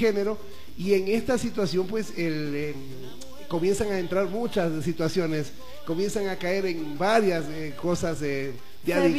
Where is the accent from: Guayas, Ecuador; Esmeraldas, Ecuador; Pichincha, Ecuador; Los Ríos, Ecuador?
Guayas, Ecuador; Guayaquil; moved away; de donde yo vengo, de Guayaquil